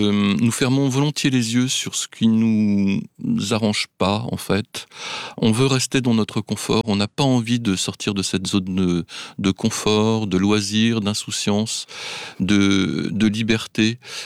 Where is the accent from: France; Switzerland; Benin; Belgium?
France; Enfin, en Suisse, vous êtes beaucoup plus civique que chez nous en France.